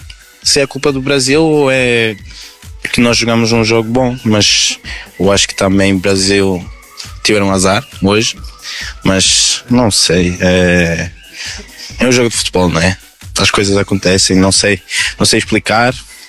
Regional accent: Porto, Norte, Portugal; now in London, United Kingdom; Eu cresci no Porto, com a minha mãe ainda vive lá.

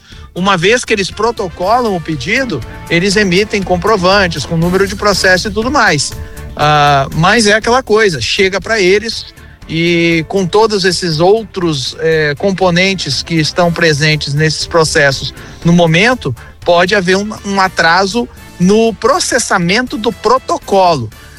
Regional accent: Taquara, Rio Grande do Sul, Brazil; moved away; Agora eu tô na cidade de Taquara, onde eu me criei. É pertinho de Porto Alegre.

